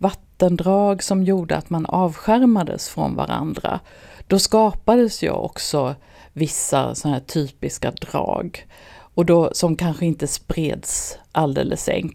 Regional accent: Nässjö, Jönköping County, Sweden; Ja, men jag kommer ursprungligen från Nässjö i Småland.

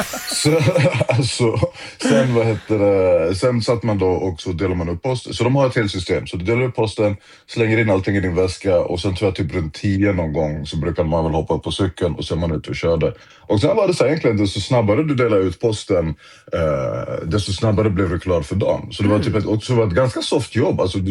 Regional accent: Rågsved, Stockholm County, Sweden; born or raised there

